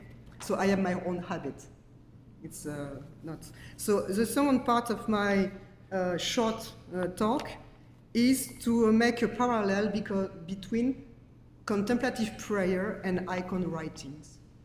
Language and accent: English; France; English is a second language; So I came from France. I entered the monastery of Bethlehem in France in 95, so it's almost 30 years.